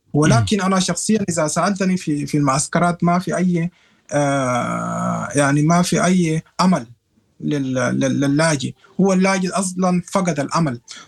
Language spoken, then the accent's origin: Arabic; Sudan; now in Germany; وأنا سوداني يعني أعرف لغتهم تماما